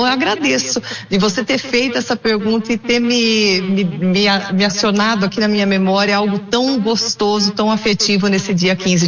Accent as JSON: {"language": "Portuguese", "town": "Bariri", "region": "São Paulo", "country": "Brazil", "tie": "born or raised there", "moved": "yes", "said": "Eu sou nascida em Bariri, é uma cidade que fica aí bem no centro do estado de São Paulo, no centro-oeste paulista"}